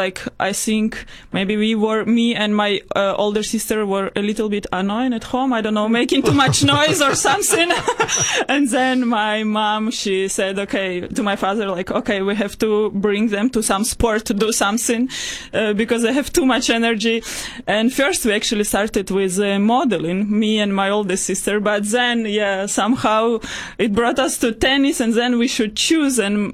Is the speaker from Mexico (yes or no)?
no; Ukraine; I am from Ukraine